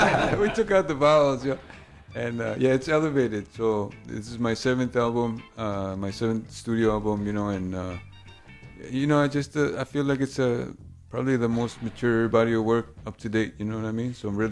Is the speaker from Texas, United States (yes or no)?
yes; Texas, United States; now in Austin, United States; I'm from Texas, you know what I mean? So we've been around this area for a minute.